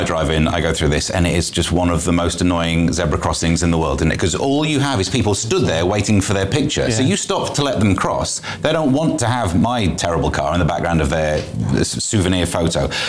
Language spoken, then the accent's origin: English; Mansfield, East Midlands, United Kingdom; I grew up in Mansfield and, you know, working class background.